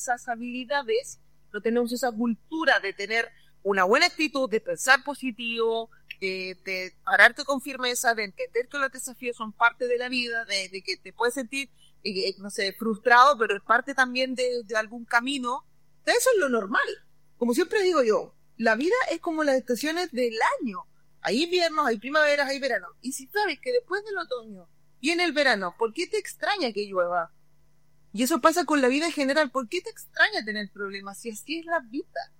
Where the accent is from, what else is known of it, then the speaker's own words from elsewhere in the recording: Santiago, Santiago Metropolitan Region, Chile; moved away as an adult; now in Viña del Mar, Chile; me vine de Santiago a Viña, yo soy de Santiaguina